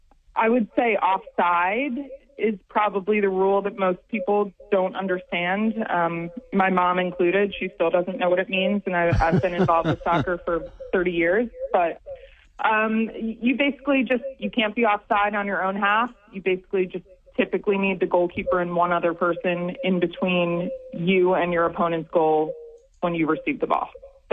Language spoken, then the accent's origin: English; Long Island, New York, United States; moved away as an adult; also born or lived in Baltimore / Omaha; now in Little Rock, United States; I grew up on Long Island and then went to Loyola University in Baltimore